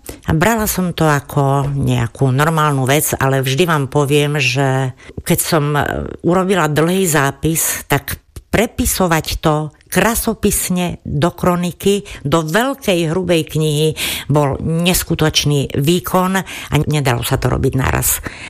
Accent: Malý Šariš, Prešov Region, Slovakia; som rodáčka z Malého Šariša, podobne aj moji rodičia a starí rodičia zase tak na 50%.

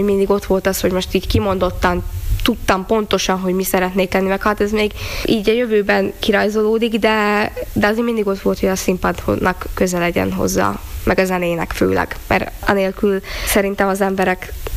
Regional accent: Northern Hungary, Hungary; accent: Palóc; És aki hallgatja, úgy tűnik, hogy palócosan beszélek, de oda ez lehet, hogy egy kicsit kevés volt.

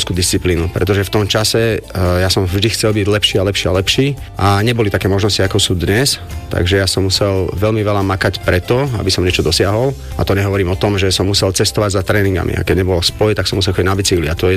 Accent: Šaľa, Nitra Region, Slovakia; now in Sereď, Slovakia; pochádzam zo Šale, momentálne pôsobím v Seredi.

